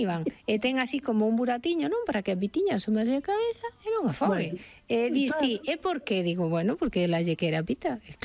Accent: Ourense, Galicia, Spain; born or raised there

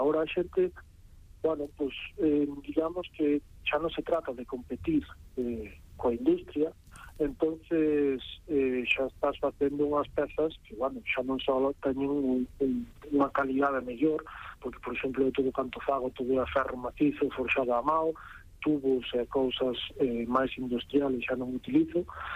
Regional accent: Santipián, Galicia, Spain; foi un dos que fixen aquí na miña terra, en Santipián, na Mariña.

